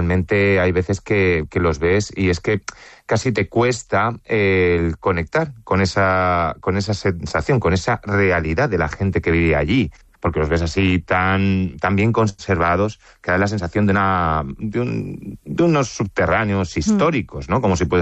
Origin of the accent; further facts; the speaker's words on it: Alicante, Valencian Community, Spain; porque al final del día un aspecto que muchas veces olvidamos como alicantinos es que la Guerra Civil acabó aquí en Alicante. Fuimos el último reducto en ser tomado.